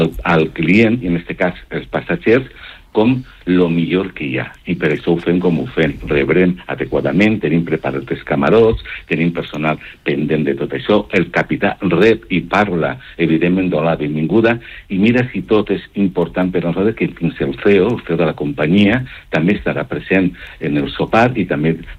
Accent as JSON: {"language": "Catalan", "region": "Valencian Community", "country": "Spain", "said": "Som humans, evidentment, i som valencians."}